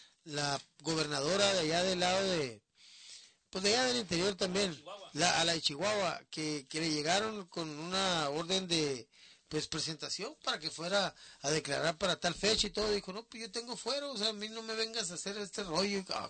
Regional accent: Dominican Republic; Yo soy acá de la República Dominicana, papá, tú sabes, bueno, rico

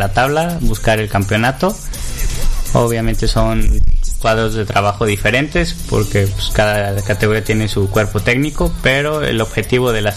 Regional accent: Chiapas, Mexico; porque soy chiapaneco y le voy a los Jaguares

